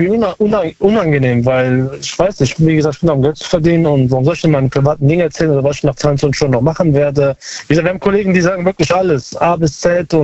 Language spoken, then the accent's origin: German; Berlin, Germany; Aus Neukölln.